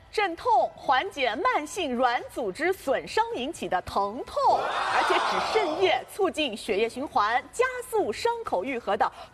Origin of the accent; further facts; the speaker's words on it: China; 是的，红光其实我们中国人也不陌生了啊。